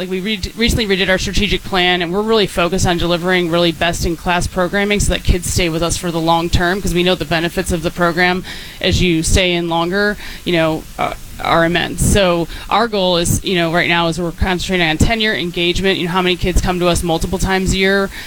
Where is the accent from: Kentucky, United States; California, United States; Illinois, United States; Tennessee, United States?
Illinois, United States; Chicago; moved away as an adult; also born or lived in Indiana; So I'm from Chicago area.